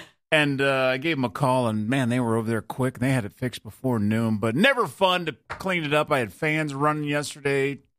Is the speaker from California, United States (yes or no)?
no; Illinois, United States; moved away; I grew up in Illinois.